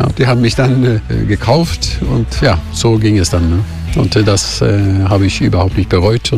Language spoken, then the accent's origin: German; Trondheim, Trøndelag, Norway; German is a second language; moved away as an adult; also born or lived in Bremen; Ja, ich komme ja aus Trondheim und meine Frau auch. Und wir hatten unsere drei Kinder da gekriegt in Bremen.